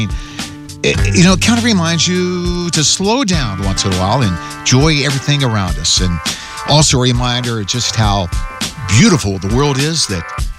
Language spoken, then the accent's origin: English; Ohio, United States; moved away as an adult; now in Central Florida, United States; I grew up in Ohio